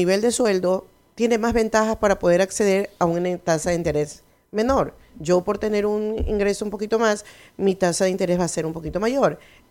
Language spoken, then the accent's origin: Spanish; Ecuador; nosotros debemos, como ecuatorianos